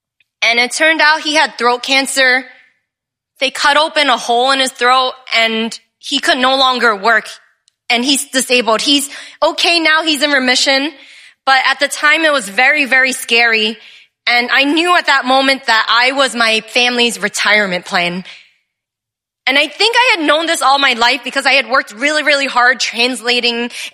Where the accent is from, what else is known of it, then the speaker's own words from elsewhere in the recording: New York City, New York, United States; I am from Chinatown in Manhattan in New York City